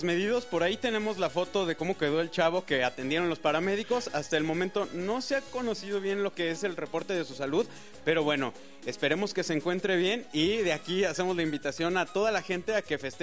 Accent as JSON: {"language": "Spanish", "region": "San Luis Potosí", "country": "Mexico"}